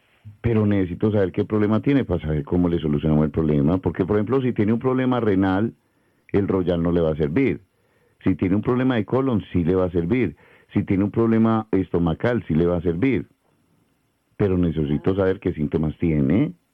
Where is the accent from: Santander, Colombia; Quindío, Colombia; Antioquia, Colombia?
Antioquia, Colombia; Medellín; born there; yo nací en la clínica León 3